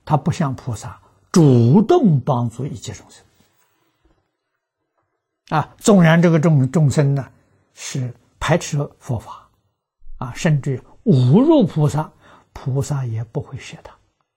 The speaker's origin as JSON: {"language": "Chinese", "country": "China", "said": "我们中国人教学讲，教学相长"}